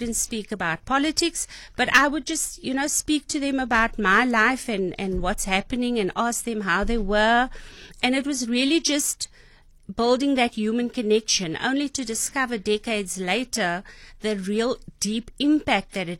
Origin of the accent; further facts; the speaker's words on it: Cape Town, Western Cape, South Africa; I was living on the Cape Flats. I was born and I was raised in Haderveld on the Cape Flats.